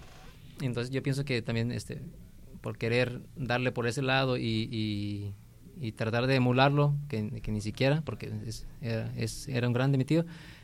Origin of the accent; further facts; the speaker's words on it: Tepic, Nayarit, Mexico; No, sí, tengo 38 años y soy de aquí de Tepic, soy fotógrafo, documental, entre documental y artístico.